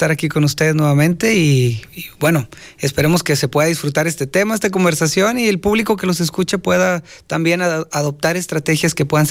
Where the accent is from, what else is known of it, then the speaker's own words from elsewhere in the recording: Montemorelos, Nuevo León, Mexico; Yo nací en Montemorelos. Crecí en Montemorelos, me eduqué en Montemorelos y actualmente sirvo a Montemorelos. Okay. Desde la profesión y como ciudadano, hemos estado prácticamente en Montemorelos, Nuevo León, desarrollándonos